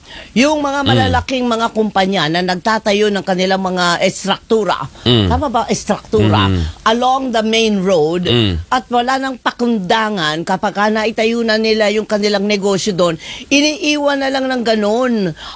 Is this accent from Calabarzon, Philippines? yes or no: no; Parañaque, Metro Manila, Philippines; taga dyan ako sa Parañaque. Isang tumbling lang ako, taga BF ako eh.